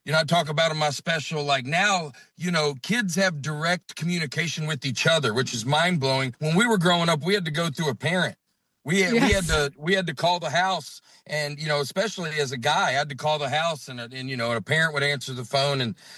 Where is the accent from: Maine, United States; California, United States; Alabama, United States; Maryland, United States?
Alabama, United States; Huntsville; moved away; Now, where I grew up in Alabama